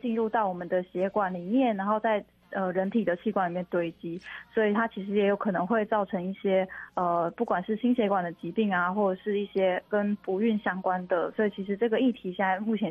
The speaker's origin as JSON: {"language": "Chinese", "country": "Taiwan", "said": "就我们台湾人都很习惯做回收。"}